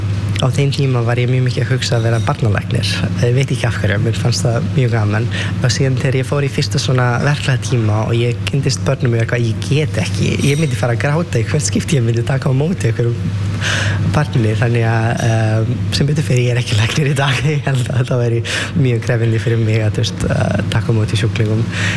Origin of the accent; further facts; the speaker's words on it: Serbia; Icelandic is a second language; moved away as an adult; now in Iceland; Ég ást upp í Serbíu og ég byrjaði þar í læknisfræði í 2000 ég man ekki 13 eitthvað svo leis en svo bara ákveði ég að mér langar ekki að búa í Serbíu lengur, mér langar að flytja til Íslands